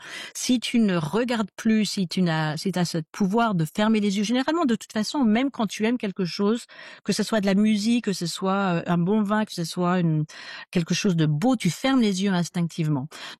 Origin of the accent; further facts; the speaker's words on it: France; now in Adelaide, Australia; nous on est français